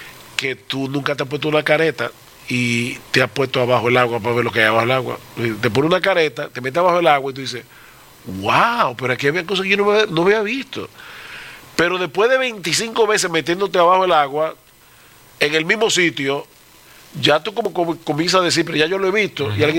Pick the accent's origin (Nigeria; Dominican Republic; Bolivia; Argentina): Dominican Republic; born there; yo nací en un pueblo, en República Dominicana, que no hay mar.